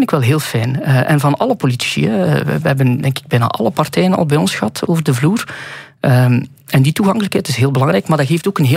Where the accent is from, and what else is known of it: Sint-Niklaas, Flanders, Belgium; born or raised there